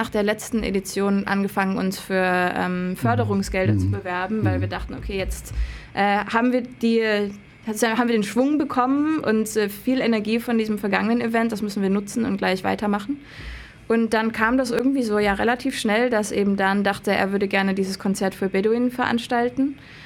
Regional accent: Ludwigsburg, Baden-Württemberg, Germany; born there; moved away as an adult

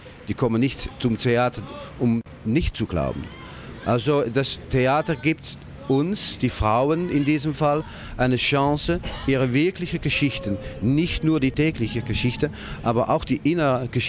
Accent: Netherlands; Wir sind Holländer.

